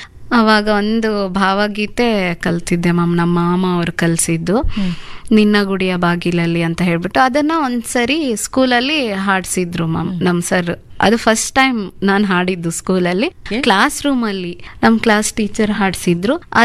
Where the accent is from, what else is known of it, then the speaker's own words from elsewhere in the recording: Kunemadi, Karnataka, India; ನಮ್ದು ಕುಣೆಮಾದಿ ಹಳ್ಳಿ ಅಂತ, ಕೊಟ್ಟೂರ್ ಹತ್ರ, ಹರಪನಹಳ್ಳಿ ತಾಲೂಕು, ವಿಜಯನಗರ ಡಿಸ್ಟ್ರಿಕ್ಟ್ ನಮ್ದು. ಅಲ್ಲಿ ನಮ್ದು ಒಂದು ಚಿಕ್ಕ ಗ್ರಾಮ, ಆದ್ರೂ ನಮ್ಮ ಬಾಲ್ಯದ ದಿನಗಳು ತುಂಬಾ ಚೆನ್ನಾಗಿತ್ತು.